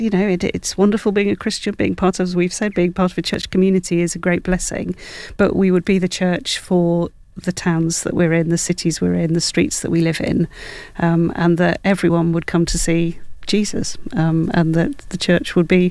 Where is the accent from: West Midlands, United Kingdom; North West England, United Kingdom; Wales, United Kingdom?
Wales, United Kingdom; I'm Welsh, and so the kind of Welsh revival is in my blood.